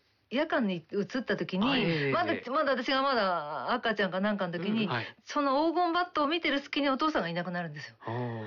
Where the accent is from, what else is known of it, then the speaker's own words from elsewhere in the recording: Kanagawa, Japan; 私あの神奈川県出身なんで、